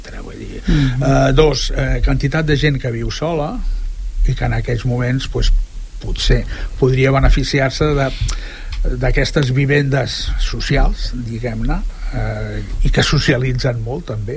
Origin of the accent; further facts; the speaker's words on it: Barcelona, Catalonia, Spain; now in Sant Boi de Llobregat, Spain; jo com a barceloní que fa uns anys, ja força anys que estic, que em considero ja un santboià més, no?